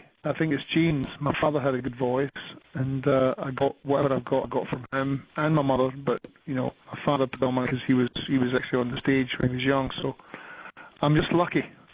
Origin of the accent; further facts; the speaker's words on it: Australia; because we're from Down Under